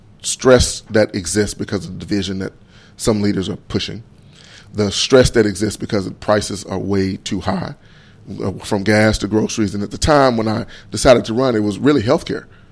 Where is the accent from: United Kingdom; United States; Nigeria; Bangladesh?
United States; Pine Bluff, Arkansas; I'm a kid from Pine Bluff.